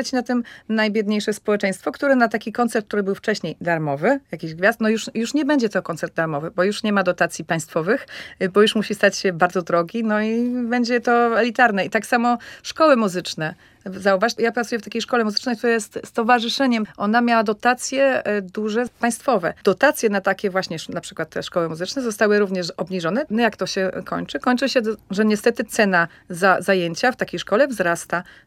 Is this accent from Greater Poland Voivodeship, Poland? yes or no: no; Łódź, Łódź Voivodeship, Poland; Ja w ogóle uwielbiam, jak ktoś mnie zapyta, skąd jesteś, no to mówię, z miasta Łodzi.